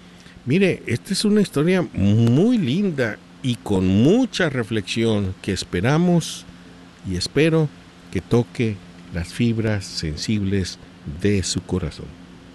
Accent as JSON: {"language": "Spanish", "town": "Monterrey", "region": "Nuevo León", "country": "Mexico", "moved": "yes", "lives_now": "Quad Cities, United States", "said": "Y eso me recuerda mucho a mi tierra allá, mi querido Monterrey. Muy húmedo"}